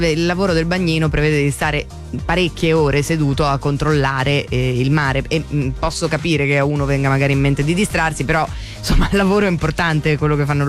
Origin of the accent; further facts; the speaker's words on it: Liguria, Italy; la mia Liguria, io posso dirlo, ci tengo sempre a ripeterlo, posso dirlo perché sono ligure.